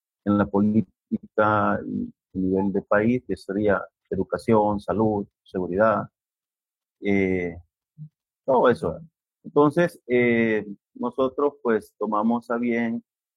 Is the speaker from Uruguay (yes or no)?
no; El Salvador; Vea, nosotros hacemos un análisis bastante profundo de lo que es la realidad que como salvadoreños estamos viviendo.